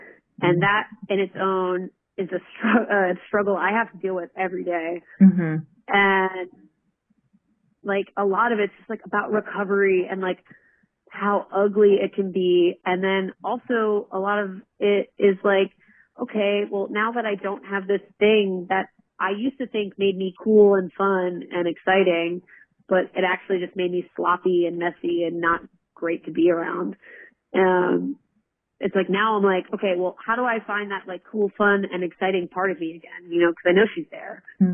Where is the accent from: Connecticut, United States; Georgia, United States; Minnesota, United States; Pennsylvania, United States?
Pennsylvania, United States; Philadelphia; moved away as an adult; now in Queens, New York, United States; I'm from Philadelphia originally. Like I've only been living in New York for about almost 7 years now.